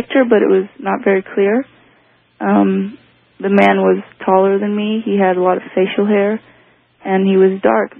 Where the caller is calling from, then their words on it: Washington, United States; I'm from Washington State.